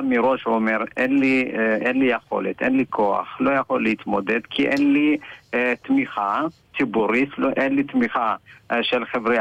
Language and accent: Hebrew; Ethiopia; now in Haifa, Israel; חיפה זה מקום ראשון שעליתי מאתיופיה, ישר השתקעתי באתר הקרוונים נווה קרמל